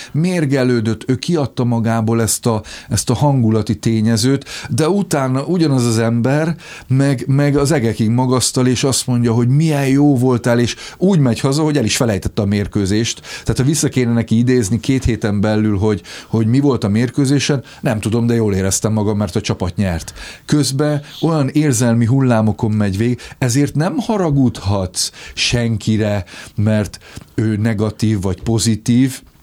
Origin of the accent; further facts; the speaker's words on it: Hungary; moved away as an adult; also born or lived in Germany; egy fiatalember, aki 21 évesen kikerül Németországba, illetve külföldre, és 39 évesen jövök haza.